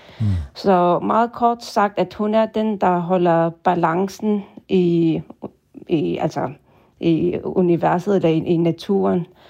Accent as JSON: {"language": "Danish", "town": "Qaqortoq", "region": "Kujalleq", "country": "Greenland", "said": "Og dem ser vi heller ikke i Qaqortoq, der hvor jeg kommer fra. Så, jeg tror, dem fra Nuuk, de ser lidt flere militærfolk i uniformer på gadebilledet, men det er ikke tilfældet der, hvor jeg kommer fra i Sydgrønland."}